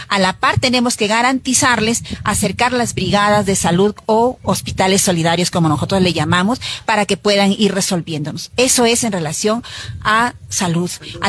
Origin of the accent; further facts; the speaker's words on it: Quiruvilca, La Libertad, Peru; una mujer, hija del Ande, porque soy de Quirubilca